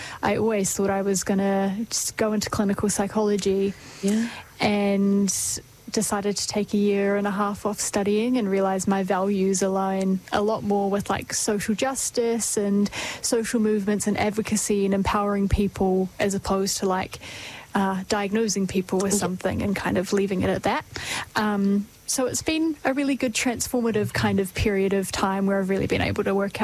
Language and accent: English; Dunedin, Otago, New Zealand; I am 24 and grew up in Dunedin, born and raised down the peninsula by the water. Went to school in Dunedin